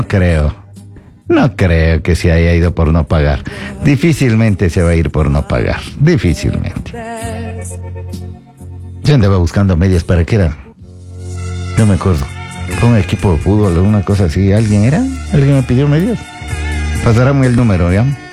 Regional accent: Ecuador; Trabaje macho y demuestre cómo somos dos ecuatorianos.

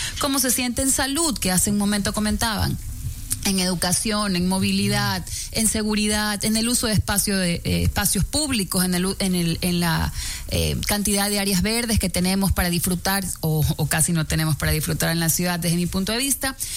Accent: Guayaquil, Guayas, Ecuador; porque yo como buena guayaquileña soy súper orgullosa.

